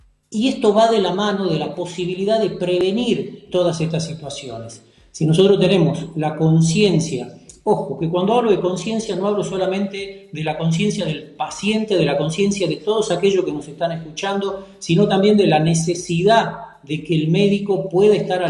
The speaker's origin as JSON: {"language": "Spanish", "region": "Tucumán", "country": "Argentina", "accent": "tonada", "said": "Me traicionó un poquito la tonada, soy de Tucumán."}